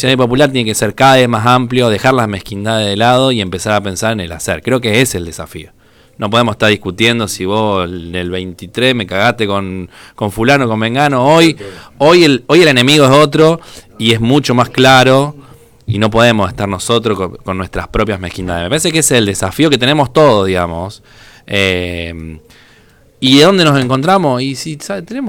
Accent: Rosario, Santa Fe, Argentina; born there; moved away as an adult; now in Reconquista, Argentina; Yo soy nacido en Rosario y por elección reconquistense.

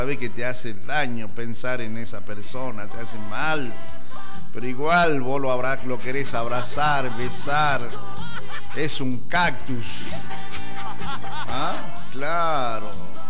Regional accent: Argentina; nos unimos todos los argentinos. Es lo único que nosotros los argentinos nos une

